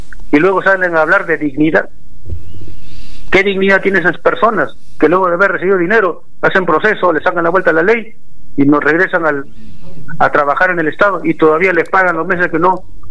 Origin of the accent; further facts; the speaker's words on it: Peru; nosotros como peruanos.